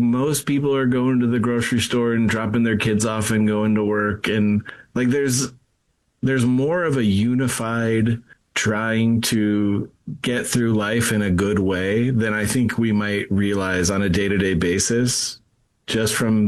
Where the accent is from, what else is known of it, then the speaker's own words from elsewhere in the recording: Los Angeles, California, United States; born there; I grew up driving in Southern California and in Los Angeles.